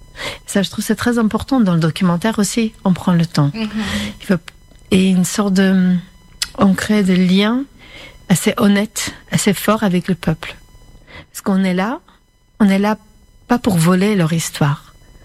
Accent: Yerevan, Armenia; moved away; si je viens d'Yerevan, j'ai un lien très fort avec Gyumri.

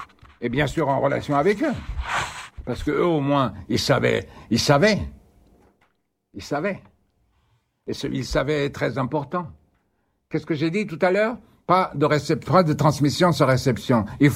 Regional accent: Paris, Île-de-France, France; Moi, je suis né à Paris, hein. J'ai grandi à Paris.

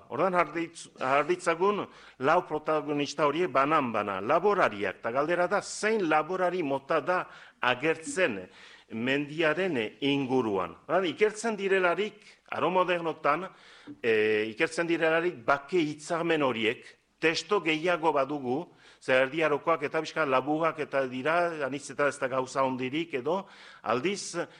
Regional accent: Estérençuby, Nouvelle-Aquitaine, France; Bon, ni Estrentzubikoa naiz, eta badakit gure herrian, laborarien artean

